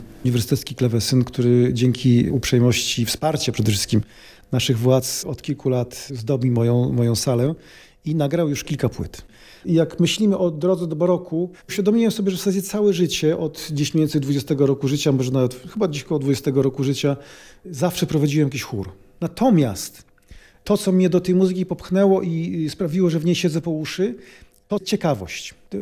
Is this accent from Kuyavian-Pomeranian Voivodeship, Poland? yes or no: no; Nowa Sól, Lubusz Voivodeship, Poland; also born or lived in Poznań; Nowa Sól to miasto moje równie bardzo jak Poznań. W tym mieście się wychowałem, dlatego że jestem poznaniakiem z urodzenia, jestem pyrą poznańską i moja rodzina ma też wielkopolskie korzenie z obydwu stron. Natomiast trafiliśmy dosyć wcześnie do Nowej Soli i cała moja szkoła podstawowa, w zasadzie już przedszkole, to jest Nowa Sól.